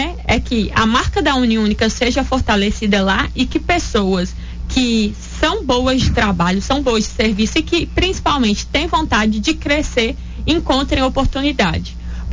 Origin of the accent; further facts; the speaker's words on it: Montes Claros, Minas Gerais, Brazil; Eu saí de Montes Claros é a 533 quilômetros aqui, pessoal, para buscar uma melhoria, né?